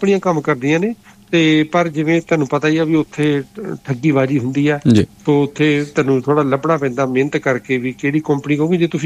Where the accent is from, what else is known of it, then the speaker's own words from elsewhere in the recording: Jalandhar, Punjab, India; ਤੇ ਮੇਰਾ ਪਿੰਡ ਜਲੰਧਰ ਲੱਗਿਆ ਸੀ, ਉੱਥੇ ਜਲੰਧਰ ਵਗੈਰਾ ਦੇ ਲਵਾ ਰਹੇ